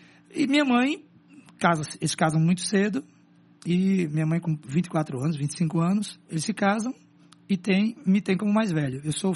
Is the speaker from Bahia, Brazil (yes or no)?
yes; Paulo Afonso, Bahia, Brazil; Eu sou de Paulo Afonso, na Bahia.